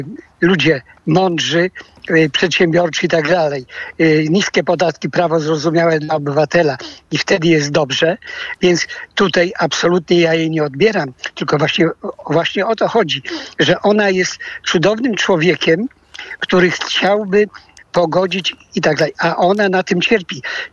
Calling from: Lublin, Lublin Voivodeship, Poland; z Lublina.

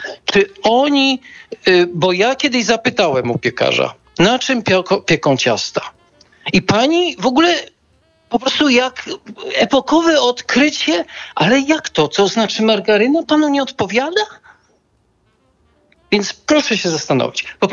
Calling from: Lesser Poland, Poland; ja dzwonię z Małopolski

